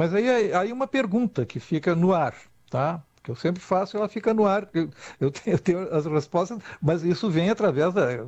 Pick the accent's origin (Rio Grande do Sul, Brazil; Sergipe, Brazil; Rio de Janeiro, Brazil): Rio Grande do Sul, Brazil; Vacaria; now in Porto Alegre, Brazil; Eu me criei em Vacaria, meu pai era vacariano, minha mãe é santiaguense. Eu vim morar em Porto Alegre em 63. Já estou há tempo na praça já.